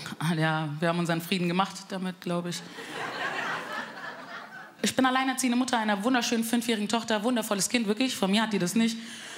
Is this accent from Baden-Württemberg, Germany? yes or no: no; Bavaria, Germany; Ich bin aus Frankfurt. Spaß, ich bin eigentlich aus Bayern. Wirklich. Wirklich, bordisch Mädel.